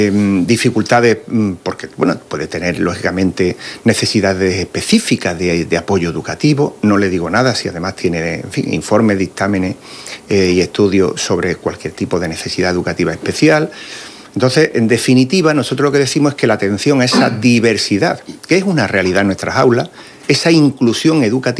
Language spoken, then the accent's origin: Spanish; Andalusia, Spain; moved away; igual que los centros de mi tierra, ¿no?, de origen, de Andalucía